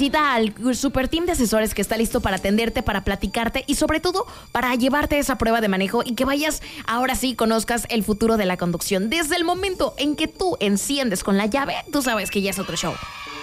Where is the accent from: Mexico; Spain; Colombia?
Mexico; Soy mexicano